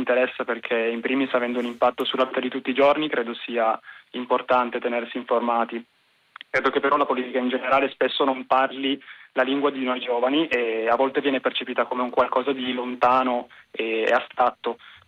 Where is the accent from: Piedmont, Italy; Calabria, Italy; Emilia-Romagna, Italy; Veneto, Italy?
Piedmont, Italy; Dogliani; io arrivo da Dogliani e faccio parte della Consulta Giovani di Dogliani